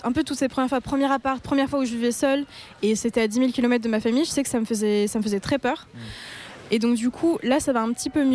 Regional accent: Réunion; moved away as an adult; now in Bordeaux, France; moi je viens de La Réunion. Je suis arrivée pour ma 2e année de pharmacie à Bordeaux.

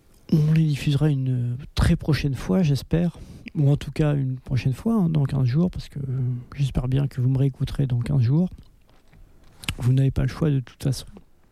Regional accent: France; accent: very French, metropolitan; Désolé pour mon accent très très français, très très métropolitain

